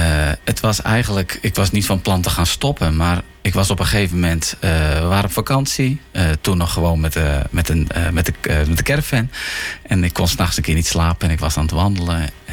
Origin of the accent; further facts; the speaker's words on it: Sneek, Friesland, Netherlands; ik ben wel vroeger opgegroeid. Ik kom uit Sneek.